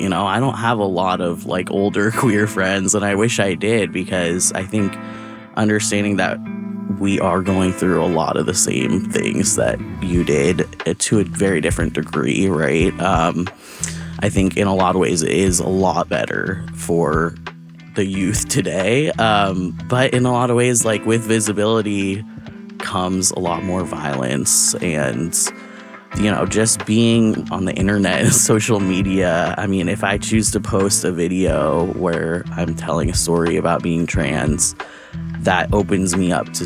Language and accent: English; Florida, United States; moved away as an adult; now in Portland, United States; I've been in Portland about 10 years. Okay. I'm originally from Florida